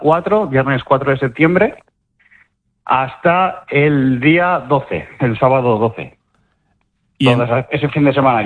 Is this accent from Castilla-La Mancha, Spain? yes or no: no; Begís, Valencian Community, Spain; mi pueblo siempre está en cuesta